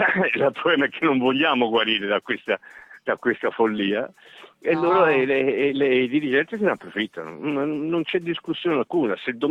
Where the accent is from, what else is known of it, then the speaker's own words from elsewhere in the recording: Piedmont, Italy; che ne so, Pinerolo Chivasso, per dirlo da piemontese